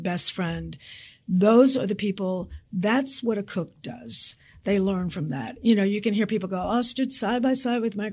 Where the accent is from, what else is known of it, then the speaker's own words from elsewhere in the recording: Memphis, Tennessee, United States; also born or lived in Manhattan; I came from Memphis. So … in Manhattan.